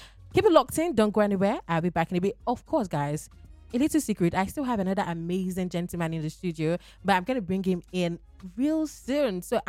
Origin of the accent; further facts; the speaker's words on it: Canada; also born or lived in Mexico; I'm sorry, I'm Canadian. Don't play with me. I mean, I don't know if Canada is gonna win, but like, I'm Canadian. I'm also from Mexico, so I don't know. Yeah, Mexico.